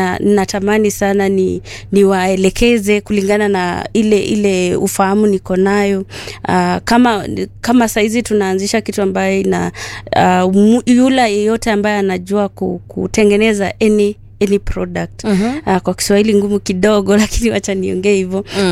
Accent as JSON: {"language": "Swahili", "town": "Bungoma", "region": "Bungoma County", "country": "Kenya", "tie": "born there", "said": "Bungoma ndio mahali ambapo nimezaliwa"}